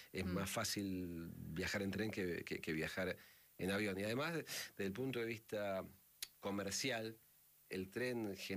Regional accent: Buenos Aires, Argentina; Y digo, soy de Buenos Aires, uy, Buenos Aires, qué hermosa ciudad.

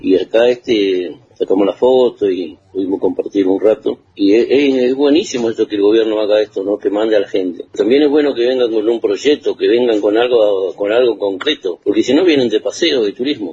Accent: Argentina; Todos somos argentinos y todos tenemos el mismo derecho de poder que lo atiendan.

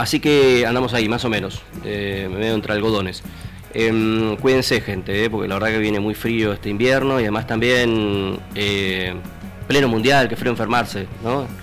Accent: Argentina

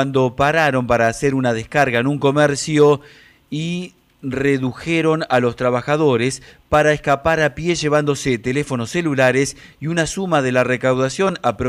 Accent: Argentina; Igual me siento profundamente argentino y no me hubiese gustado nacer en otra parte. Yo contento con nacer acá

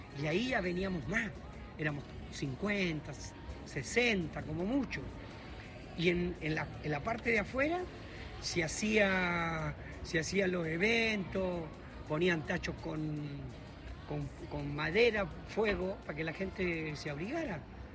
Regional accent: Catamarca, Argentina; born there; Yo nací el año 2000, nací acá en Catamarca.

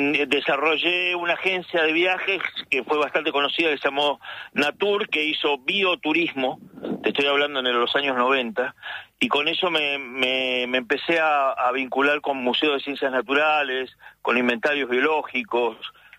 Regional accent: Bariloche, Río Negro, Argentina; moved away as an adult; also born or lived in Paraguay / Misiones / Chubut; Mira, yo crecí criado en Bariloche. Tengo 67 años y a los 30 y pico me fui a Paraguay

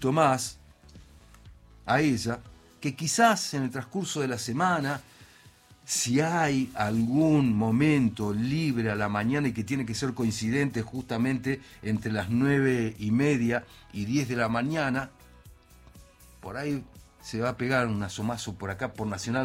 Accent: Huinganco, Neuquén, Argentina; Crecí en Huinganco, un pueblito en el que el asfalto no existía.

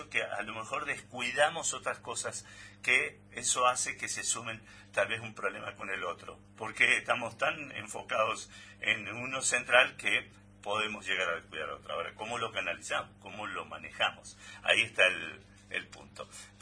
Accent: Argentina; todos los argentinos estamos deseando lo mismo

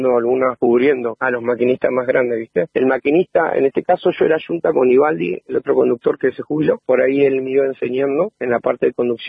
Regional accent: Esquel, Chubut, Argentina; soy el maquinista acá de La Trochita. Soy de Esquel, tengo 37 años. Vengo de tercera generación, más o menos, que trabajó en el tren.

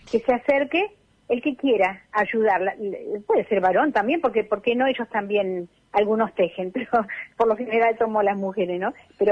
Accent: Astra, Chubut, Argentina; bueno, acá viste que somos de Astra, así que por ahí puede decir, en los kilómetros conozco a alguien

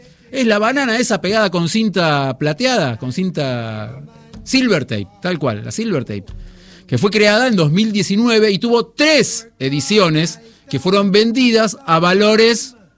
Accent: France; Spanish is a second language

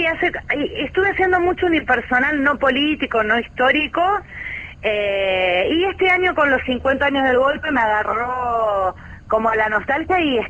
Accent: Buenos Aires, Argentina; soy acelerada, como todo porteño.

